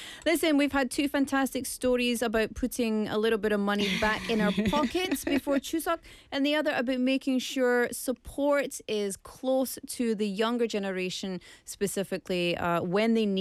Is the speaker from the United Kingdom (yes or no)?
yes; Scotland, United Kingdom; now in South Korea; I come from Scotland where there's support and it's discussed about way more than it is here in Korea